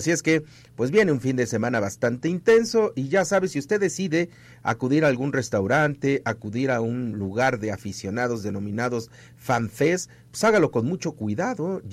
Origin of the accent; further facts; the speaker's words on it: Mexico; los mexicanos somos los mexicanos, ¿no?